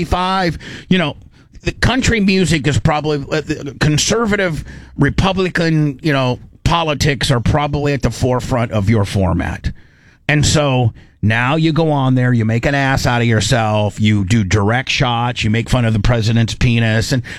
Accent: Tennessee, United States; I'm a country guy. I'm from Tennessee.

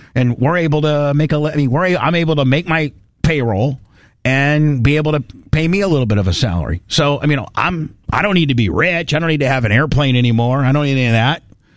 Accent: Warsaw, Indiana, United States; born or raised there

